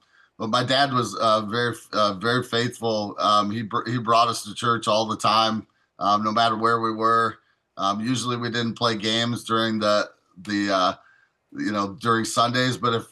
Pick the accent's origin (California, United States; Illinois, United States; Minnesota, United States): Illinois, United States; Morris; also born or lived in Joliet; I was born there, and I was raised in Morris, Illinois, and my parents and I are still here to this day.